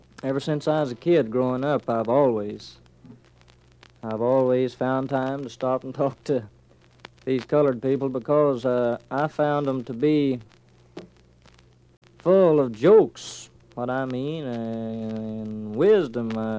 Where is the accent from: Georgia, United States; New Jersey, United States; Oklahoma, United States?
Oklahoma, United States; Okemah; born there; I was born there in July the 14th, 1912.